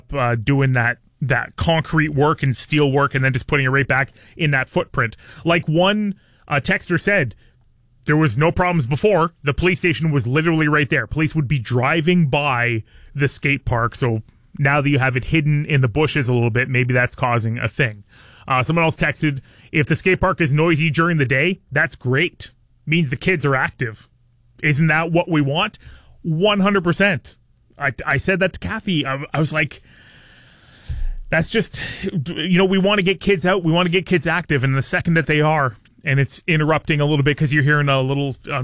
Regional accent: Belle River, Ontario, Canada; also born or lived in Puce; I grew up in Puce, I grew up in Bell River.

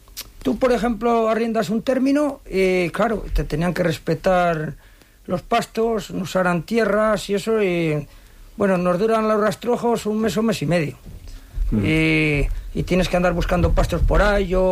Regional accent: Matilla de los Caños, Castile and León, Spain; Soy de Matilla, de Los Caños, oveja negra. Tengo un rebaño de 750 ovejas castellana negra.

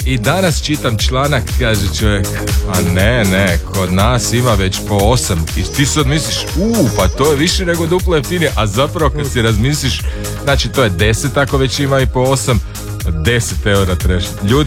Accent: Krapina, Krapina-Zagorje County, Croatia; Pa ja sam ipak iz Krapine.

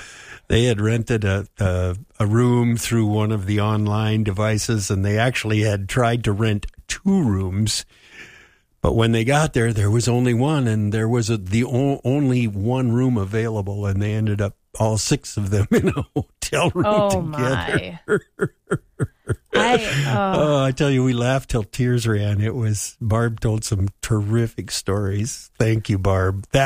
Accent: Minnesota, United States; And of course, I'm from Minnesota and bitter.

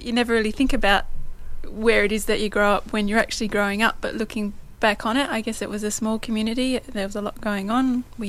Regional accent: Manjimup, Western Australia, Australia; we lived in three different houses when we were in Manjimup, but the one I remember most was in Pritchard Street. It was a three-bedroom brick house

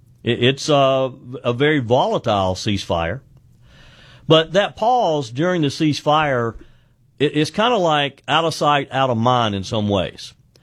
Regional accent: South Carolina, United States; And in my home state of South Carolina

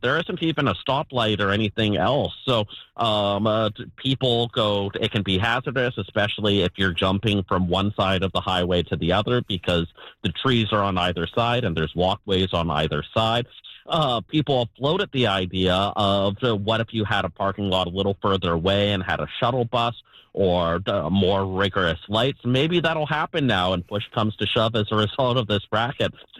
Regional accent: Victoria, British Columbia, Canada; I grew up in Victoria, so the summertime vacations to Tofino when Tofino was not quite the giant international attraction it was today was pretty common for me and my family.

